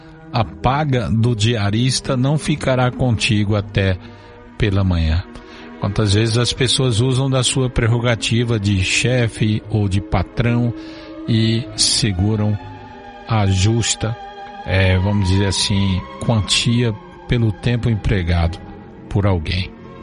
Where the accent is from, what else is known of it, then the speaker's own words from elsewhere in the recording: Brazil; nós abrimos os nossos corações como brasileiros